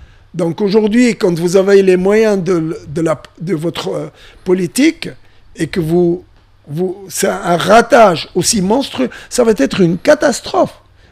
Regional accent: Tunisia; Et nous, la neige, c'est une option chez nous, en Tunisie.

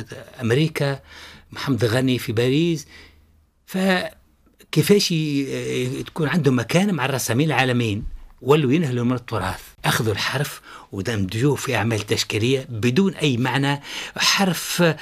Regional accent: Tunisia

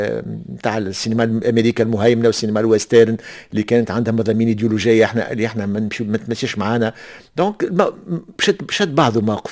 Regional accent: Tunisia

